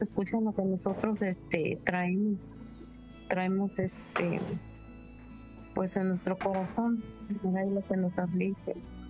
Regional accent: Jalisco, Mexico; now in Monterrey, Mexico; que nosotros somos de Jalisco, pero mis hijos están radicando en Irapuato, Guanajuato, y yo en Monterrey.

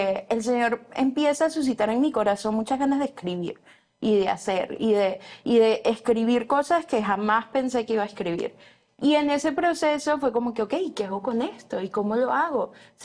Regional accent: Venezuela; now in United States; también soy venezolana, llevo 10 años aquí en Estados Unidos.

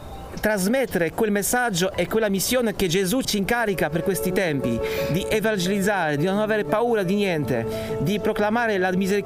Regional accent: Poland; Italian is a second language; Io sono orgoglioso di essere polacco, vengo da questa terra che ha sofferto nei secoli tante cose brutte

